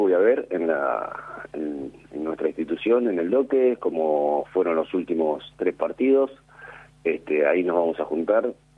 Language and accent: Spanish; Argentina; Y yo, a pesar de que voy a gritar los goles de Argentina también, porque soy argentino.